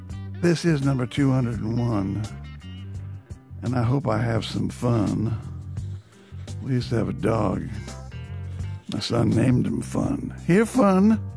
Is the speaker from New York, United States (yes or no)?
no; LaSalle, Illinois, United States; moved away; Buddies of mine, we grew up together back in Illinois. I was in LaSalle.